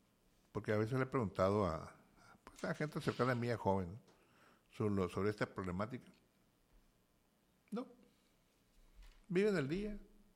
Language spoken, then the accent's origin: Spanish; Mexico